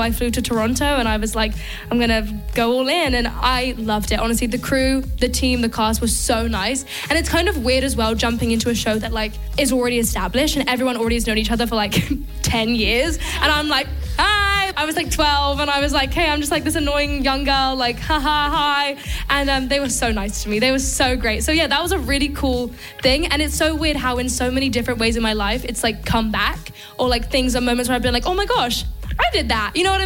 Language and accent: English; London, United Kingdom; born or raised there